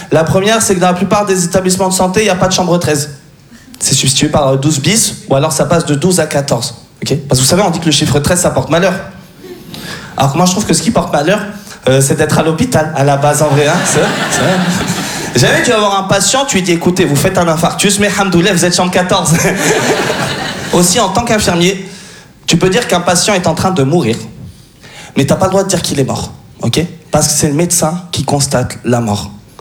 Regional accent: France; Je suis français d'origine tunisienne, parce qu'en fait, ma mère est française

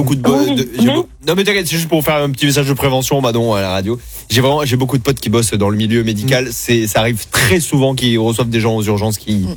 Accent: Mont-de-Marsan, Nouvelle-Aquitaine, France; moi, je viens d'une petite ville de Mont-de-Marsan.

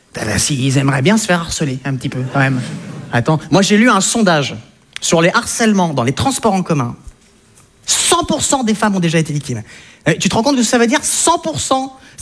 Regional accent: France; Moi ce qui est un petit peu de rigolo chez moi, c'est qu'en fait je suis français, mais j'ai des origines hollandaises, belges, françaises, mongoles, chinoises, turques et suédoises.

